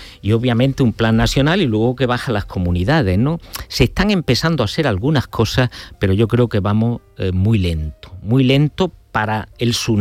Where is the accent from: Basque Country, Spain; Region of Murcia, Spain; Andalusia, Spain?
Andalusia, Spain; Montoro; now in Málaga, Spain; No, soy cordobés, nací en Montoro.